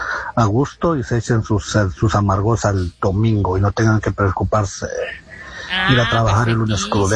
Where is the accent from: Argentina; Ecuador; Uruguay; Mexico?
Ecuador; Con eso no se juega, pero bueno, soy ecuatoriano, no, todavía no lo supera.